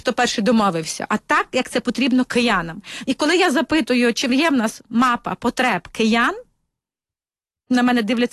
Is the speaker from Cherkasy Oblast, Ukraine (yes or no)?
no; Kyiv, Ukraine; як кияни виділяємо кошти